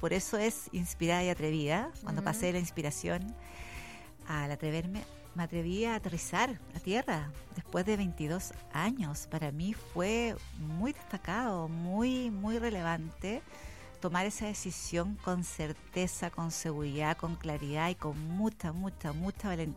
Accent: San Vicente de Tagua Tagua, O'Higgins, Chile; born there; now in Santiago, Chile; Sí, de Santiago. Bueno, nací en San Vicente, Tahuatahua.

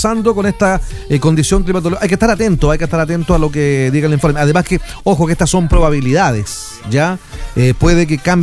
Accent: Chile; y como buen chileno, hay un dicho que dice: no, así nunca la chuntan.

